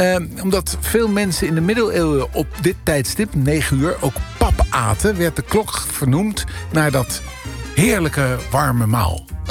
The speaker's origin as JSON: {"language": "Dutch", "town": "Almelo", "region": "Overijssel", "country": "Netherlands", "tie": "born there", "said": "Almelo is altijd de beste. Hè? Daar ben ik geboren."}